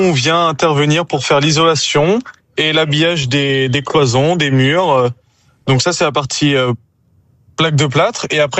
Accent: Rennes, Brittany, France; je viens de Bretagne, précisément à Rennes

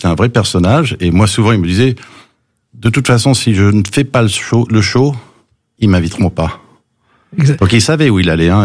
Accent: Lunéville, Grand Est, France; French is a second language; also born or lived in California, United States / Nancy, France; Alors je suis né aux États-Unis de père américain et de mère française. Et je suis arrivé de Californie à 8 ans. Je ne parlais pas un mot de français.

